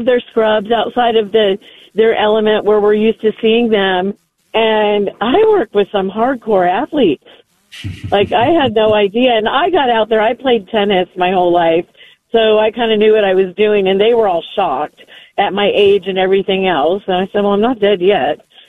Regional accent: California, United States; now in Kerrville, Texas, United States; I grew up in Southern California

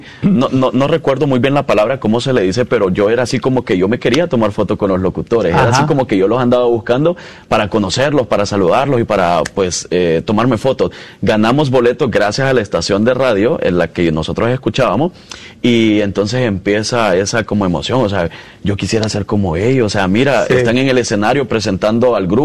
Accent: Nueva Concepción, Chalatenango, El Salvador; now in Alabama, United States; Soy originario de la Nueva Concepción, Chalatenango, en El Salvador.

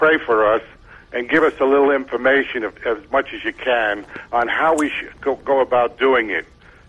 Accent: Florida, United States; I'm from Florida, Mother Angelica.

